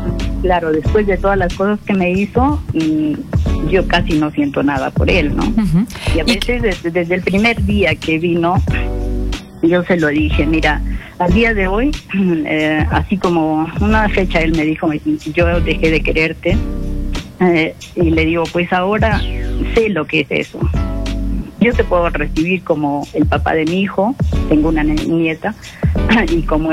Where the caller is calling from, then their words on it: Huancayo, Junín, Peru; llamo de la ciudad de Huancayo.